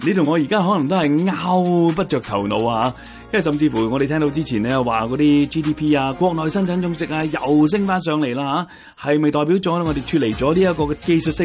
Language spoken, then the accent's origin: Cantonese; Canada; 我们加拿大人负担房屋的能力比之前强了很多